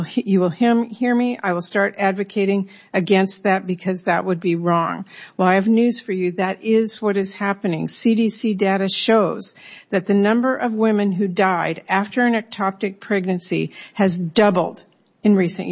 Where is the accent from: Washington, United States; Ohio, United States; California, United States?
Washington, United States; including in my home state of Washington.